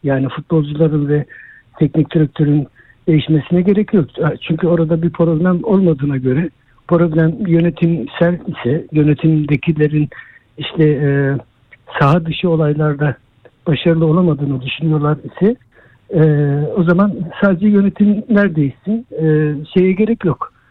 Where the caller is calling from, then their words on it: Gebze, Kocaeli, Turkey; Gezce'den arıyorum.